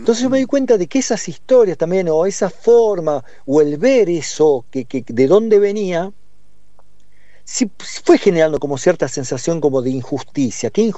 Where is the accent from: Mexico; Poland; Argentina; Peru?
Argentina; Mar del Plata, Buenos Aires Province; tendrá que ver con mi infancia en Mar del Plata